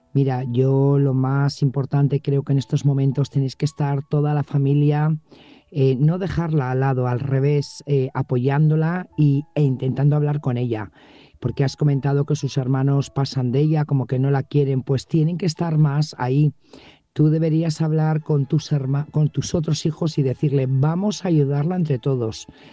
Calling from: Burgos, Castile and León, Spain; corresponsal de Burgos.

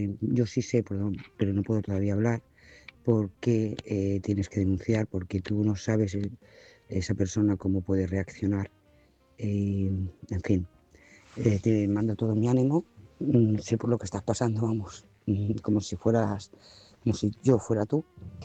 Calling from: Lloret de Mar, Catalonia, Spain; de Lloret de Mar

